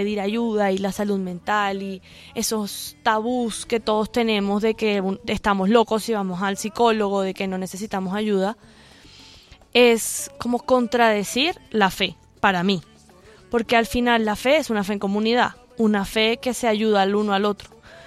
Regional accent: Caribbean coast, Colombia; yo soy costeña

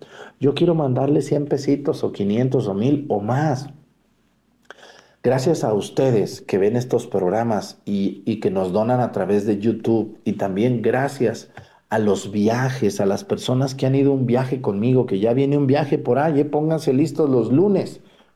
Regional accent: Mexticacán, Jalisco, Mexico; incluso las obras que hemos hecho en mi pueblo, en Mesticacán

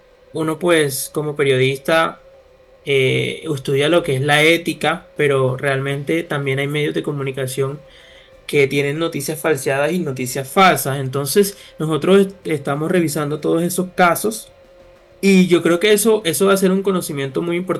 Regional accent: Caribbean Region, Colombia; moved away as an adult; now in Turkey; yo vengo del Caribe, o sea, mi piel es morena, yo vengo del sol.

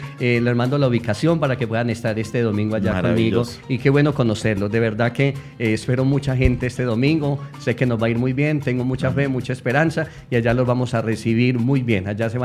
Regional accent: Angostura, Antioquia, Colombia; now in Medellín, Colombia; yo soy de un pueblo, soy de Angostura, precisamente cuando me presenté al seminario, porque yo ya llevaba 12 años viviendo acá

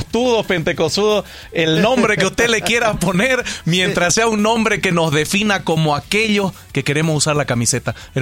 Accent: Bolivia; now in Colombia

